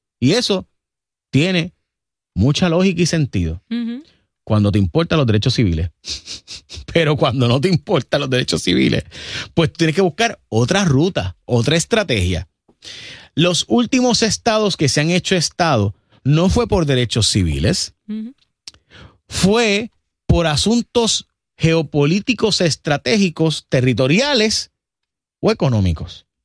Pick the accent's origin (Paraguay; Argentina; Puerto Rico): Puerto Rico